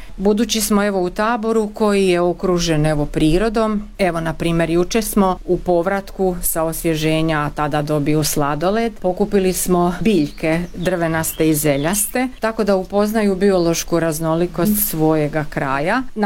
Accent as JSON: {"language": "Croatian", "town": "Osijek", "region": "Osijek-Baranja County", "country": "Croatia", "said": "dolazim iz Osijeka"}